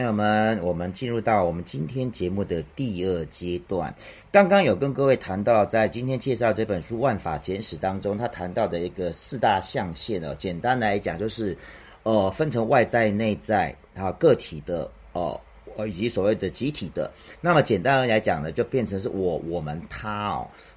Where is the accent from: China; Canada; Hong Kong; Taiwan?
Taiwan; 我个人是一个从小在台湾成长的